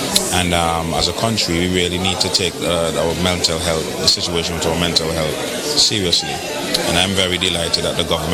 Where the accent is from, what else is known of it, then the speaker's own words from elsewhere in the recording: Saint John, Antigua & Barbuda; I'm from All Saints West. I was born, raised in All Saints West.